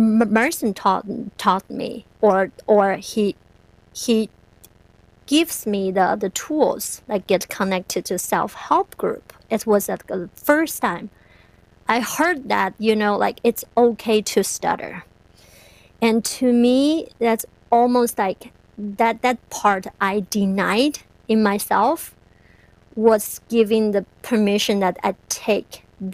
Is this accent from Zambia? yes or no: no; China; English is a second language; I came all the way from China and to manage to be here